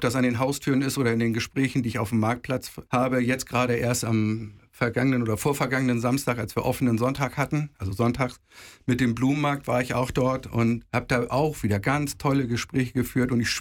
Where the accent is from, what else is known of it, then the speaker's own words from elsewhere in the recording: Heide, Schleswig-Holstein, Germany; ich bin in Heide geboren, hier zur Schule gegangen, Kindergarten und so weiter, Lehre.